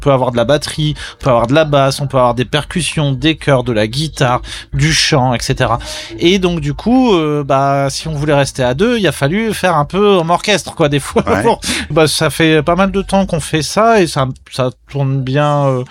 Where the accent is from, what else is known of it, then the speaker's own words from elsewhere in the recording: France; Et puis aussi, nous, en tant que Français